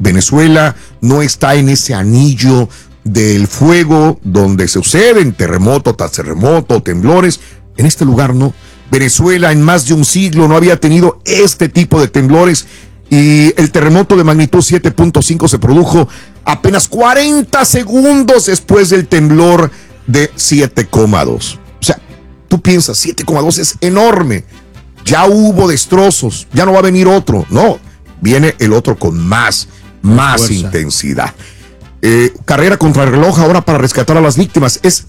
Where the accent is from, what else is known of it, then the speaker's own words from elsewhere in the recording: Mexico; disfrutamos los mexicanos